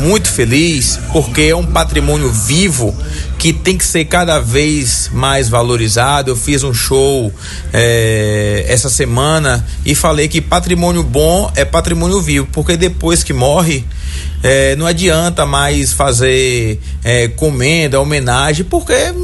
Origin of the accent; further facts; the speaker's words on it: Bahia, Brazil; orgulho para nós que somos baianos